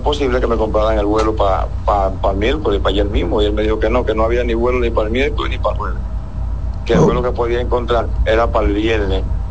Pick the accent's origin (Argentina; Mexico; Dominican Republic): Dominican Republic; moved away as an adult; now in Venezuela; Yo lo que quisiera es estar en mi país ahora mismo.